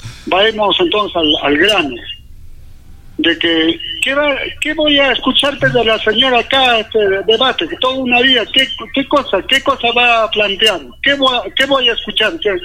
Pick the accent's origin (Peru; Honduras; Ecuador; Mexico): Peru; Limatambo, Cusco; now in Arequipa, Peru; Mira, yo no soy de acá de Arequipa, soy muy lejos de allá de la frontera de Cusco con Madre de Dios. Se llama Limatambo.